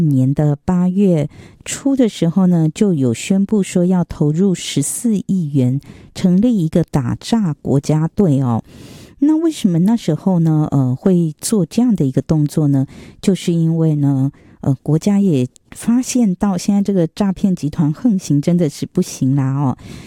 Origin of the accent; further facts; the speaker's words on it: Taiwan; 我觉得我们台湾人还是心地善良的居多